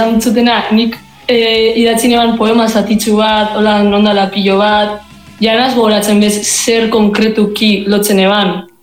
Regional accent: Gernika, Basque Country, Spain; Pues Gernikarra gara

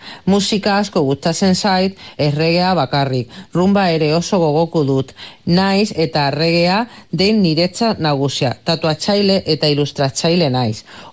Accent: Badajoz, Extremadura, Spain; now in Basque Country, Spain; Badajozekoa naiz, aunque dagoeneko 8 urte inguru daroa da hemen Euskal Herrian. Hau da nire etxea

